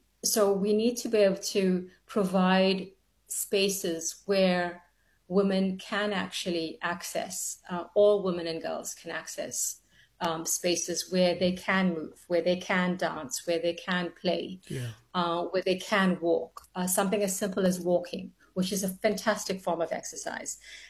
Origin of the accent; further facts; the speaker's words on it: South Africa; as a South African woman